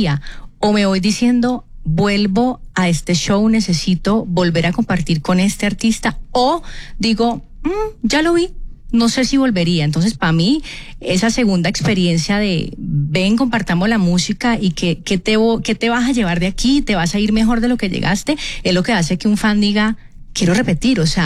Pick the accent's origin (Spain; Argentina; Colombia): Colombia; soy colombiana, amo el vallenato